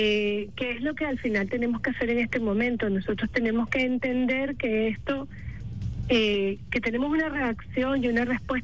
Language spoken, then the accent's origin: Spanish; Venezuela; nos define como venezolanas y venezolanos